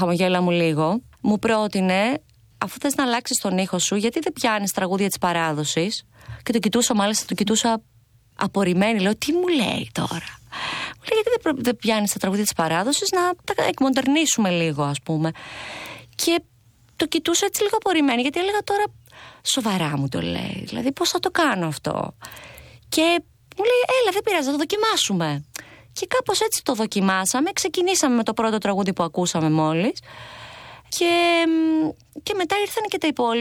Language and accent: Greek; Edessa, Central Macedonia, Greece; moved away as an adult; also born or lived in Arta; Είμαι από την Έδεσα